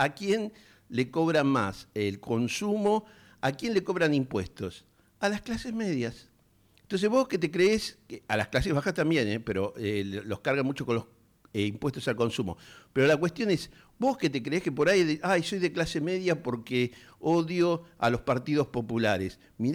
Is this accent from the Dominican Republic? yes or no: no; Argentina; Queridos compatriotas, como siempre le decimos, somos un gran pueblo que vive en un hermoso territorio